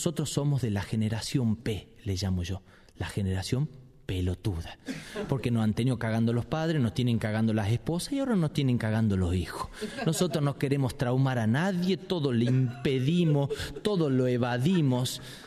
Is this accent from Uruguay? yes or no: no; Tucumán, Argentina; yo tengo una mezcla rara porque tengo padre sanjuanino y soy tucumano y son muy diferentes, son culturas diferentes porque el tucumano tiene como una cultura propia.